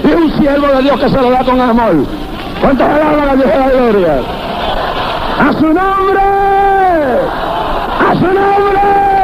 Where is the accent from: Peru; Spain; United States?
United States; New York; Spanish is a second language; moved away; Yo me crié aquí, yo estudié aquí, yo caminé por las calles del Bajo Manhattan, y hondo yo llegué a mi país, yo llegué a mi patria